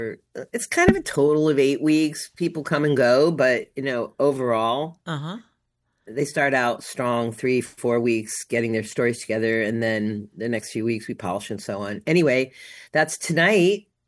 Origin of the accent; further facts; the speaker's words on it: Long Island, New York, United States; moved away; we're both from Long Island